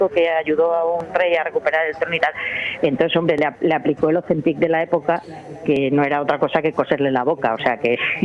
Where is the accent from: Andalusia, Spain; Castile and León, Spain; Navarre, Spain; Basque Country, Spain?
Navarre, Spain; Peralta; yo soy de Peralta, de pueblo de Navarra